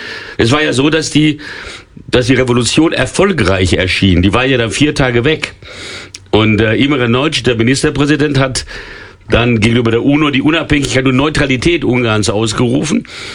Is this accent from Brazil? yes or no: yes; São Paulo, Brazil; moved away; also born or lived in Hungary / Vienna; Als Baby nach São Paulo, da bin ich aufgewachsen.